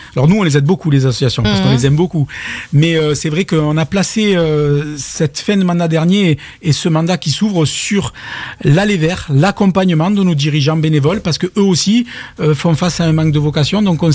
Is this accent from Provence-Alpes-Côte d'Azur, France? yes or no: yes; Port-Saint-Louis-du-Rhône, Provence-Alpes-Côte d'Azur, France; « Je suis de Port-Saint-Louis-du-Rhône ».